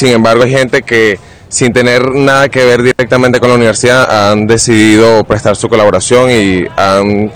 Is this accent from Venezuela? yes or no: yes; Maracay, Aragua, Venezuela; Yo soy nativo de Maracay